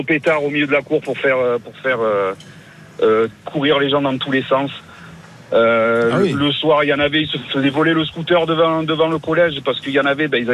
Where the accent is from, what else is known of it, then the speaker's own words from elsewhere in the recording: Aubagne, Provence-Alpes-Côte d'Azur, France; Alors moi, je suis né, j'ai grandi à Aubagne. Je suis allé dans ce collège.